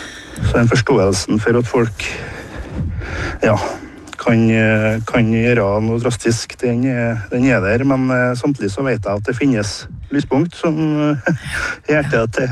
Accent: Frøya, Trøndelag, Norway; på Frøya der jeg kommer fra.

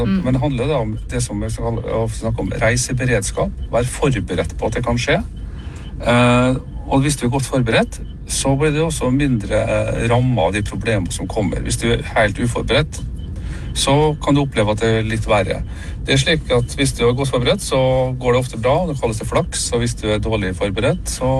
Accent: Molde, Møre og Romsdal, Norway; accent: Molde dialect; Alle som har hørt dialekten min skjønner at jeg kommer fra Molde

